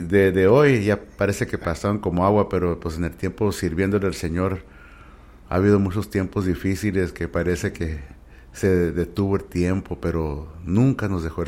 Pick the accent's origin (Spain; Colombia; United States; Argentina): United States; No, yo nací aquí en los Estados Unidos.